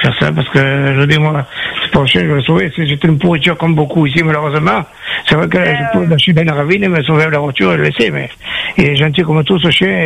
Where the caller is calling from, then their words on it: Saint-Paul, Réunion; j'habite pas à Saint-Louis, moi j'habite à Saint-Paul.